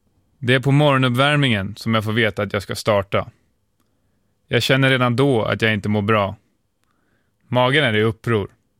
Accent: Nacka, Stockholm County, Sweden; moved away; sedan jag var en liten kille hemma i Nacka.

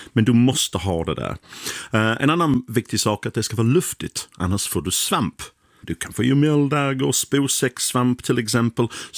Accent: England, United Kingdom; Swedish is a second language; now in Skåne, Sweden; när jag var fortfarande engelsman. Nu är jag skåning i alla fall. Jag tror att jag blir svensk också.

